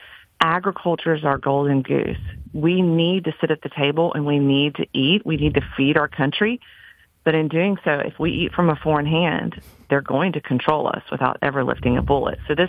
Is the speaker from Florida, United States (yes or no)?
no; Alabama, United States; I'm from Baldwin County, Alabama, and my family has been farming here in Alabama for 120 years.